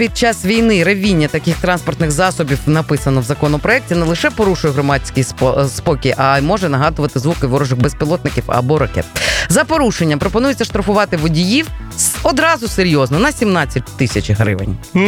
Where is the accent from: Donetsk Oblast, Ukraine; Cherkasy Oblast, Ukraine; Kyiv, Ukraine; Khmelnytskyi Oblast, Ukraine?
Kyiv, Ukraine; Це от в Києві це страшно мені, як киянка